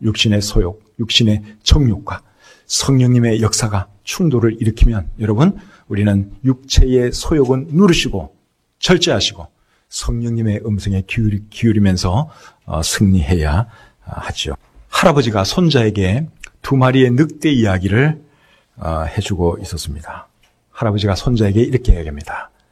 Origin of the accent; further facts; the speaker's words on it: South Korea; 지금은 우리가 대한민국 사람으로서 대한민국 시민권을 가지고 대한민국에서 살고 있지만